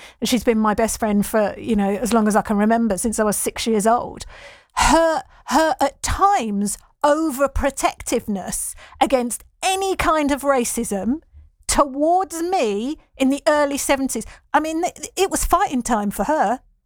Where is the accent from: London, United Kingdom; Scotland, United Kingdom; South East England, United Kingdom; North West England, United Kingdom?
London, United Kingdom; I'm 58, and my friends, we had the same experience. I come from London